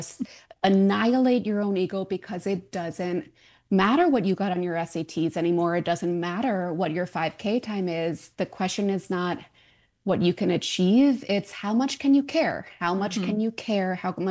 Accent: New York City, New York, United States; You know, I grew up in New York City, Greenwich Village, very achievement-oriented family.

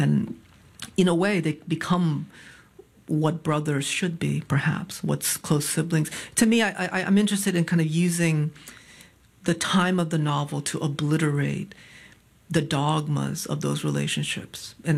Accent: Hartford, Connecticut, United States; So when I was growing up in Hartford

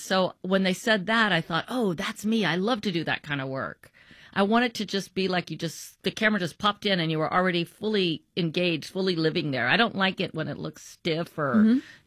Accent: the South, United States; And I am a Southerner, and people get all of our specific accents wrong so often.

